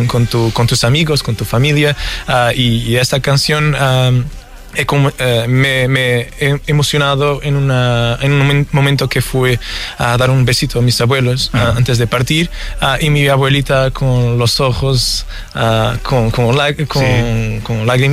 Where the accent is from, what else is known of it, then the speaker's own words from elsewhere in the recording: Portimão, Algarve, Portugal; Spanish is a second language; moved away as an adult; also born or lived in Lisbon / United Kingdom; Yo soy de Portimão. Uh-huh. Y para hacer lo que quiero, tuve que ir para Lisboa. Uh-huh. Pero cuando yo fui a estudiar en la universidad, sí, me fui para Reino Unido también, uh-huh, para Inglaterra.